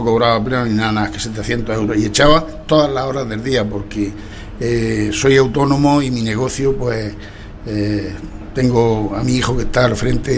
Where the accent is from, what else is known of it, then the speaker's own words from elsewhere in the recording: Totana, Region of Murcia, Spain; born there; mi pueblo donde vivo, donde he nacido y donde están criándose mis nietos